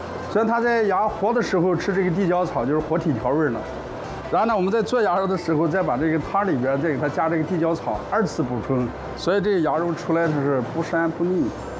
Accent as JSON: {"language": "Chinese", "town": "Yulin", "region": "Shaanxi", "country": "China", "tie": "born or raised there", "moved": "yes", "lives_now": "Xi'an, China", "said": "我老家是榆林榆阳区呢"}